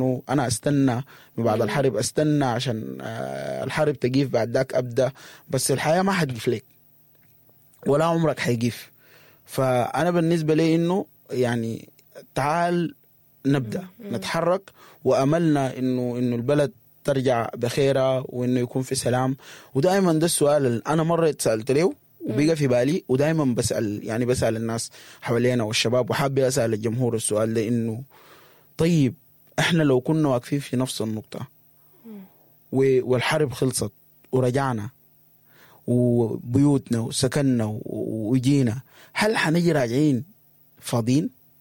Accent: Sudan; بتكلم عننا إحنا كشاب سوداني.

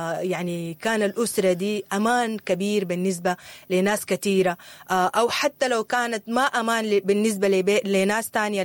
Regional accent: Sudan; أمنية كل سوداني إنه بلدنا ترجع أحسن مما كان

